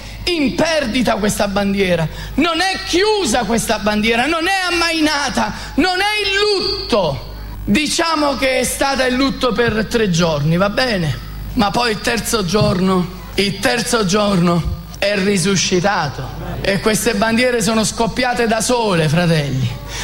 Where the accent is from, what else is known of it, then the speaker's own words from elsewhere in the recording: Naples, Campania, Italy; Io sono napoletano, hai una bandiera, anche.